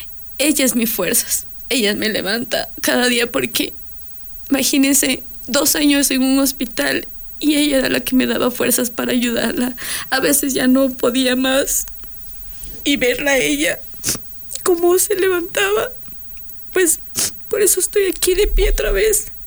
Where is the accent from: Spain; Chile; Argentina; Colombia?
Colombia; moved away; Pero me tocó empezar desde cero. Cuando vine de Colombia, me tocó empezar a mirar mis cosas que estaban dañadas.